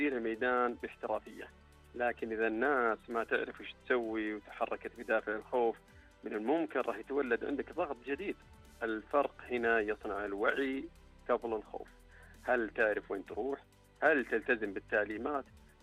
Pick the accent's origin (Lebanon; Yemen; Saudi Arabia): Saudi Arabia; وعندنا في المملكة العربية السعودية نموذج نشوفه كل عام في موسم الحج.